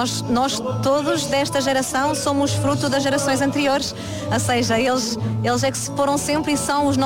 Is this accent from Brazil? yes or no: no; Norte, Portugal; accent: not Lisbon; Sou transmontana.